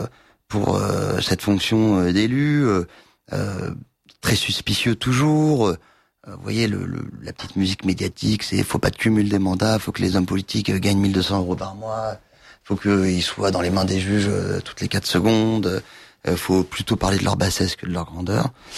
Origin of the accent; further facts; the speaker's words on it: Louveciennes, Île-de-France, France; J'ai grandi donc à Louveciennes, en banlieue parisienne, et nous étions au collège à Saint-Cloud, au collège Saint-Joseph.